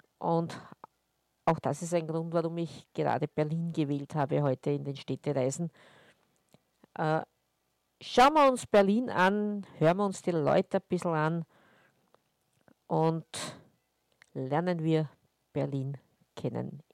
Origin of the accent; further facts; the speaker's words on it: Vienna, Austria; Vorige Woche habe ich euch ja Wien vorgestellt, ein bisschen meine Heimatstadt.